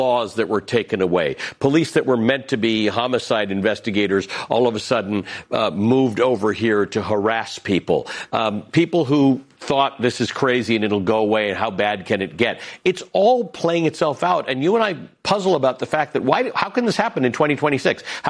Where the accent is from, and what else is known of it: Toronto, Ontario, Canada; born or raised there; moved away